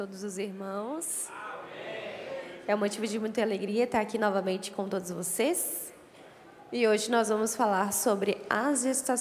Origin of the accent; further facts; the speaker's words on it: Southern Brazil, Brazil; moved away; Nós que somos lá do sul, a gente gosta mais do frio